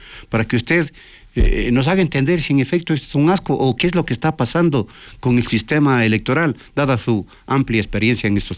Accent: Ecuador; con honestidad como ecuatorianos.

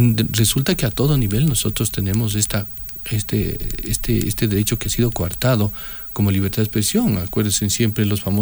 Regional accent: Ecuador; los dueños y soberanos somos el pueblo ecuatoriano.

